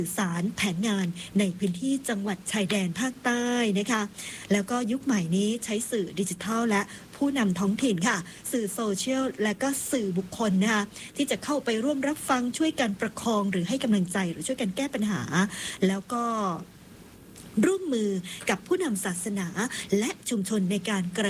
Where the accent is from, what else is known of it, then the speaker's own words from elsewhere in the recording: Isan, Thailand; บางครั้งเราเป็นคนอีสานเราไม่ทราบจริงๆว่าความเชื่อความศรัทธาของพี่น้องชาวใต้